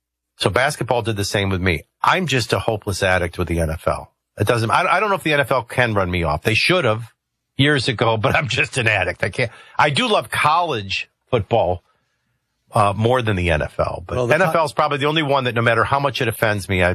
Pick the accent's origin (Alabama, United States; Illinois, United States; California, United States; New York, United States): Illinois, United States; Chicago; I mean, I grew up in Chicago. I mean, we had some great teams